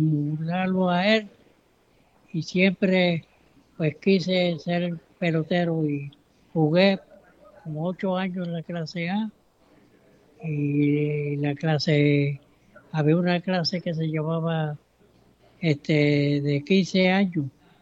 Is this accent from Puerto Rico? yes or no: yes; Puerto Rico; also born or lived in Alemania (local area); Me crié allí completo hasta que fui a la universidad, todavía vivía en la calle abajo, me gradué de la universidad y todavía vivía en la calle abajo.